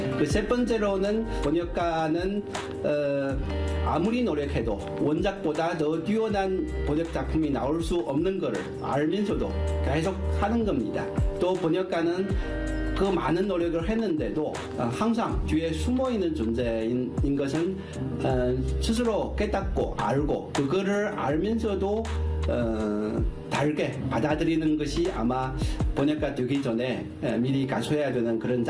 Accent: China; first language Chinese; Korean is a second language; 저희 한국어를 아는 중국 사람들이 할 수 있는 것이

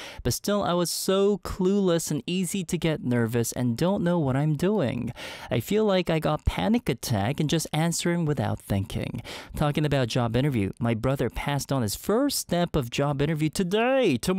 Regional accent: Seoul, South Korea; very far away from my hometown, which is Seoul right now.

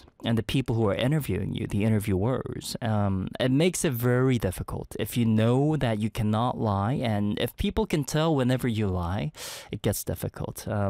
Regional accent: Seoul, South Korea; you might be placed in Ulsan or something, very far away from my hometown, which is Seoul right now.

